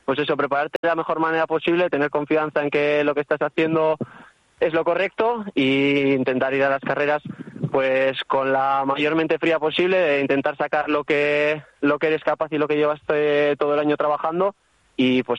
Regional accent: Ermua, Basque Country, Spain; ser chupinero en mi pueblo

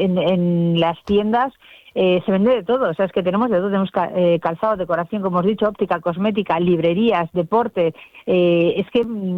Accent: Bilbao, Basque Country, Spain; somos de Bilbao

